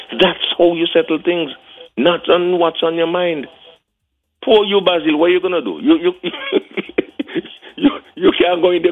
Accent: Montserrat; I was born in Montserrat. Last time I checked my passport, he said born in Montserrat.

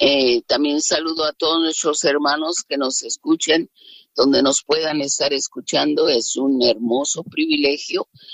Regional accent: Mexico City, Mexico; now in Phoenix, United States; yo soy de la Ciudad de México

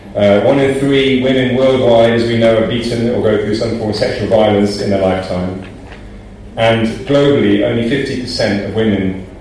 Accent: United Kingdom; now in Kenya; just reflecting as a British civil servant working for DFID and a British High Commission, it's very easy to stand here and make out that this is a Kenyan problem. It's not. In the UK, in my country

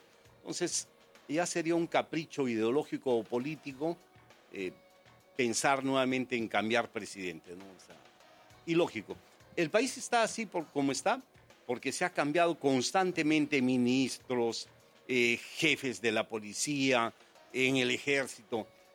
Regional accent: Valle de Sigo, Arequipa, Peru; En Arequipa, en mi pueblo, que es el Valle de Sigo.

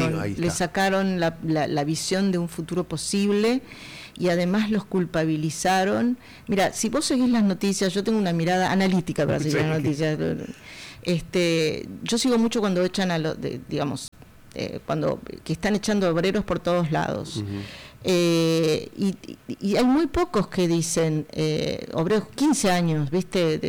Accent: Uruguay; te lo digo como uruguaya.

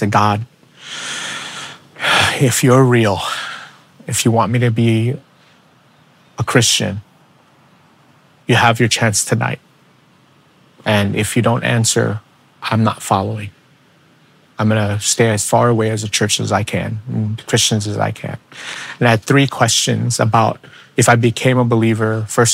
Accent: New York City, New York, United States; I'm from the Bronx

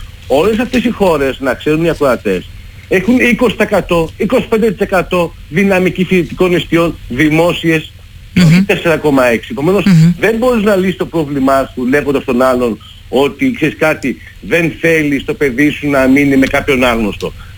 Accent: Greece

